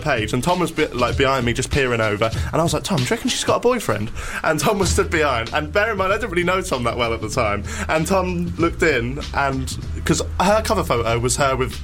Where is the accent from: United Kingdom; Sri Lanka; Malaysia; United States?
United Kingdom; I'm so British.